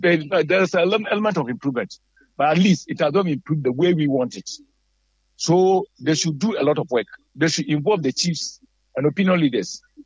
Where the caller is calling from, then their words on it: Western Region, Ghana; I'm calling from Anaji.